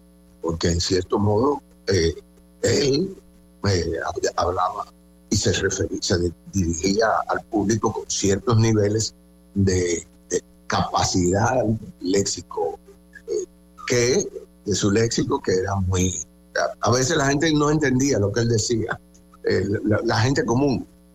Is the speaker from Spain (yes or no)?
no; Dominican Republic; estábamos documentados, bien documentados como dominicanos